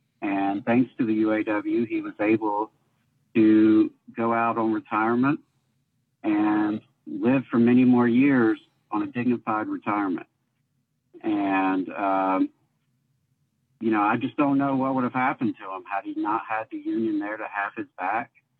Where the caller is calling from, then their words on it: Birmingham, Alabama, United States; Hey, y'all. … calling in from Birmingham today.